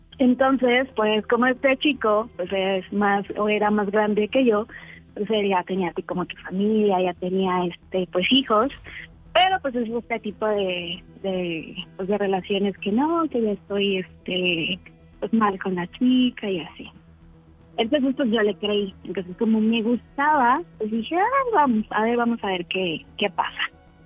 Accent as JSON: {"language": "Spanish", "region": "Mexico City", "country": "Mexico", "said": "Tengo 27 años, de la Ciudad de México."}